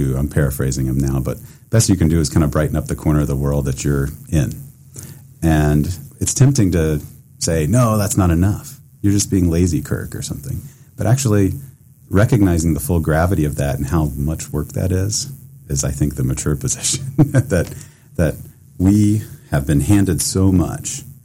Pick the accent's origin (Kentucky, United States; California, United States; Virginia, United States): Kentucky, United States; now in Washington, United States; so I'm originally from Kentucky. I'm Western Kentucky, born and bred, and then came to Washington and been kind of in and out of Washington ever since then.